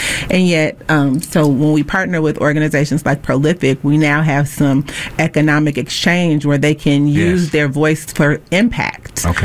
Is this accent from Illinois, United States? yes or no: yes; Chicago, Illinois, United States; I'm from Chicago.